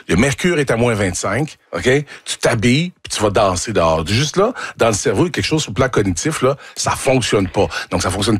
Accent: Sainte-Thècle, Quebec, Canada; moi, j'ai grandi en Mauricie, OK?

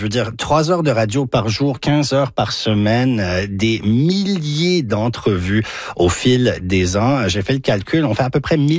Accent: Toronto, Ontario, Canada; quand j'étais petit en grandissant en français à Toronto.

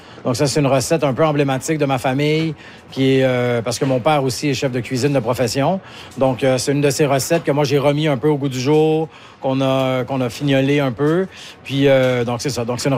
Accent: Montreal, Quebec, Canada; moved away as an adult; now in Vancouver, Canada; Donc moi, je suis parti de Montréal pendant 10 ans, entre 20 et 30 ans, pour travailler dans des restaurants un peu partout à travers le monde, à l'international. Donc j'ai déjà habité ici à Vancouver.

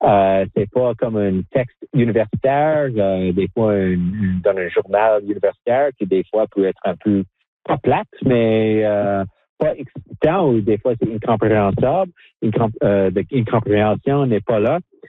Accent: Saskatchewan, Canada; French is a second language; je viens de Saskatchewan. Il n'y a pas beaucoup de français là-bas. Et j'ai vraiment appris le français à l'âge de 26 ans quand j'ai joindre l'armée canadienne.

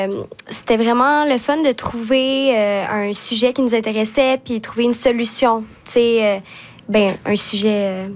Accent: Matane, Quebec, Canada; born there; je viens de Matane. Mm-hmm. Je suis née ici.

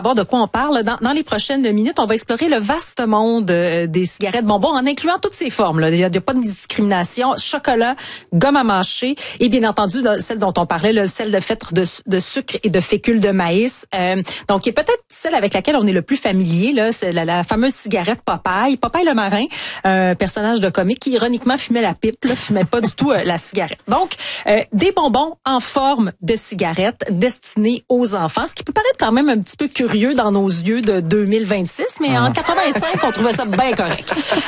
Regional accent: Canada; chez nous au Canada

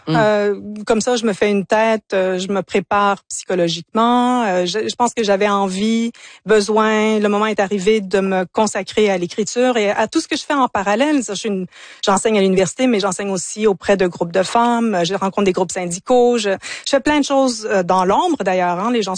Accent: Ontario, Canada; also born or lived in United States / England; Moi, je suis franco-ontarienne au départ, donc j'ai grandi dans l'univers anglophone.

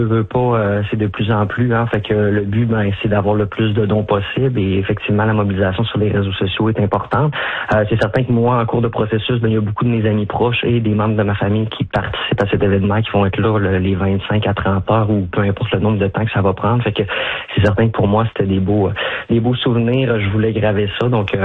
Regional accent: Alma, Quebec, Canada; moved away as an adult; now in Quebec City, Canada; sur notre région administrative, sur notre ville natale, donc Alma.

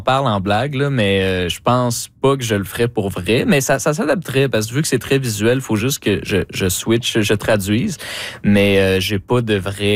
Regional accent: Saint-Jérôme, Quebec, Canada; Puis là, en plus, moi, je viens de Saint-Jérôme, puis eux aussi.

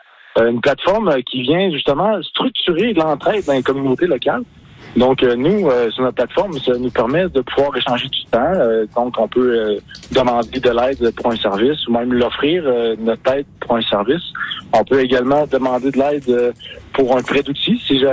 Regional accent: Cacouna, Quebec, Canada; now in Saint-Clément, Canada; Puis Kakuna, après, ben moi, je suis natif de là.

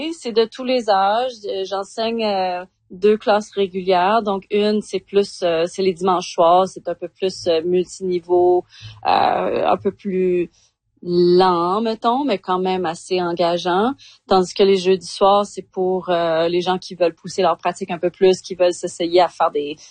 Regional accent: Calgary, Alberta, Canada

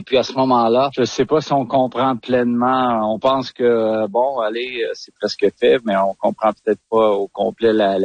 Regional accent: Val-d'Or, Quebec, Canada; Ben moi, je suis natif de Val-d'Or.

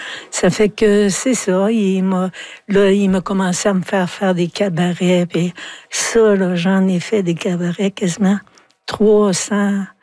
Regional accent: Quebec, Canada; now in Montreal, Canada; chez nous, en Abitibi, on est proche des gens. T'sais. Quand je suis arrivée à Montréal, je trouvais que les gens, ils se parlaient pas

